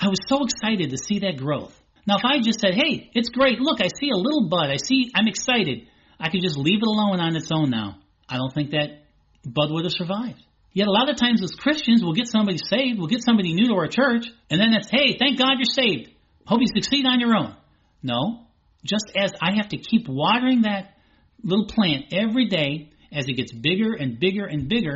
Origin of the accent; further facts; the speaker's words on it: Indiana, United States; I grew up in Indiana